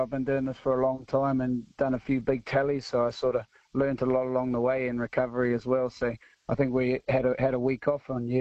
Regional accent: Katanning, Western Australia, Australia; born there; I was born in Katanning in Western Australia, and my family are all from Australia.

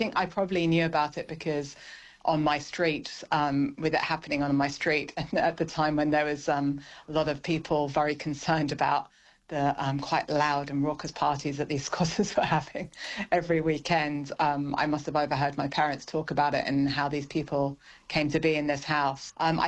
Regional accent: London, United Kingdom; now in Australia; Been in Australia for 20 years and I grew up in London at a time when squatters were very common. I lived in a very nice part of North London

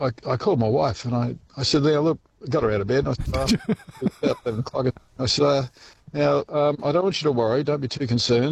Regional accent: Scotland, United Kingdom; And being Scottish, I grabbed my wallet.

